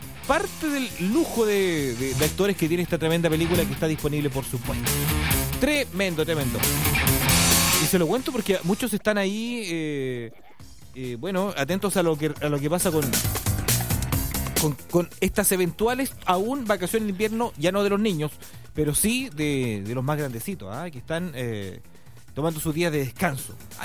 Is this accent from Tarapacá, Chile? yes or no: no; Lota, Biobío, Chile; born there; Pero bueno, nacimos en la Cuenca del Carbón. El cine de Lota está en el sindicato, está arruinado hace décadas